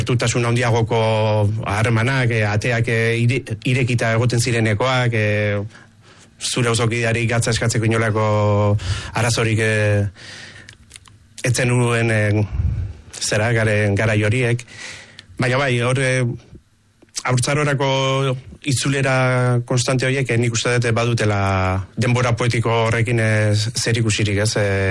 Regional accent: Urretxu, Basque Country, Spain; zelai aristi nire hortzareko frontoia da, uzoko frontoia da, frontoi irekia.

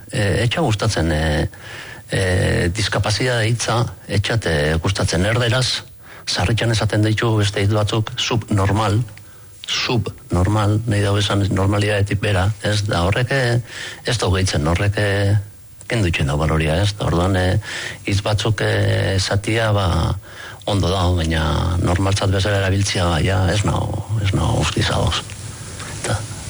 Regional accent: Bergara, Basque Country, Spain; Bergaratik nator

